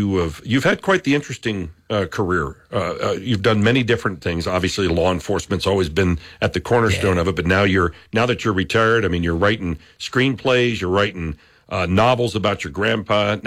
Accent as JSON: {"language": "English", "town": "Hershey", "region": "Pennsylvania", "country": "United States", "tie": "born there", "said": "when I was in elementary school in Hershey, Pennsylvania"}